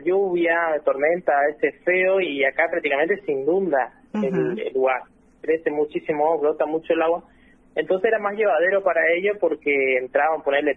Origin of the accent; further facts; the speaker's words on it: Oberá, Misiones, Argentina; now in Santo Tomé, Argentina; yo prácticamente vengo de Oberá, la provincia de Misiones, y cuando me vine acá por Santo Tomé, justamente estoy viviendo acá